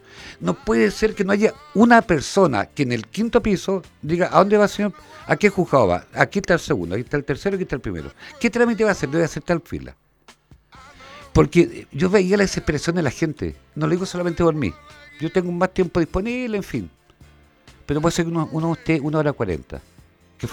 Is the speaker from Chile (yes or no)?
yes; Puerto Montt, Los Lagos, Chile; ayer yo me sentí muy orgulloso como puertomontino.